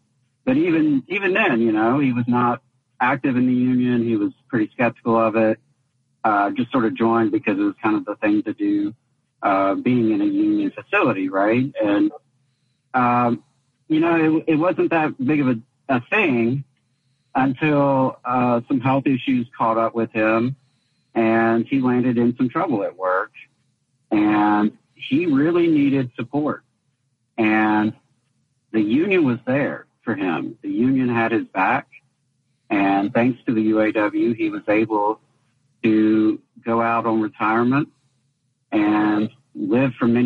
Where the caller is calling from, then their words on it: Birmingham, Alabama, United States; In from Birmingham today.